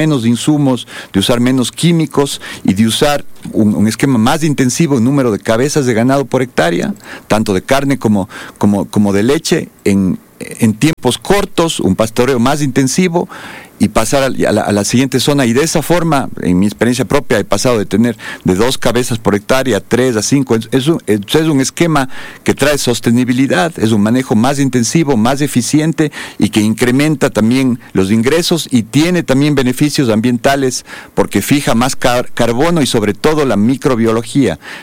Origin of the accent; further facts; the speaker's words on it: Cuenca, Azuay, Ecuador; also born or lived in Quito; nací en Cuenca, aquí en la Clínica Vega, en la calle Bolívar, viví toda. Luego he estado entre Quito y Cuenca